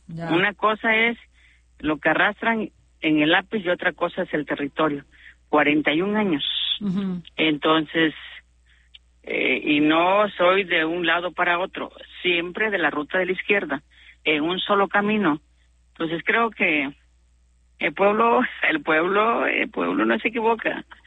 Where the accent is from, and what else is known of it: Mexico